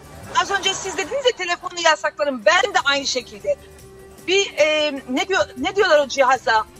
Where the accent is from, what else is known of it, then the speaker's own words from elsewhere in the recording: France; Turkish is a second language; now in Istanbul, Turkey; Fransa'da doğdum büyüdüm. Çift vatandaşlığım var ama Türkiye gibisi yok.